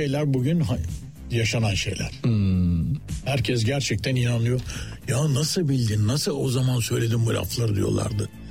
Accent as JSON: {"language": "Turkish", "region": "Eskişehir", "country": "Turkey", "said": "Şu anda ben Eskişehirliyim. Ben baba tarafı gerçi Trakya, Şarköy, Keşan Uzunköprü orada."}